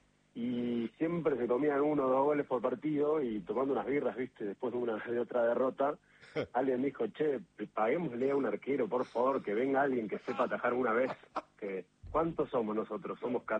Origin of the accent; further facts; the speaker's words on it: Pilar, Buenos Aires Province, Argentina; Uno, de Buenos Aires, en Pilar